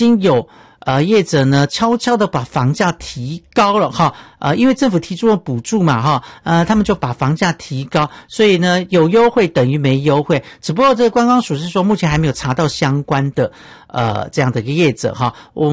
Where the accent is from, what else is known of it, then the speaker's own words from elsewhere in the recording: Miaoli, Miaoli County, Taiwan; 还有我的家乡苗栗，也欢迎大家来这个苗栗呢来玩玩齁、哦。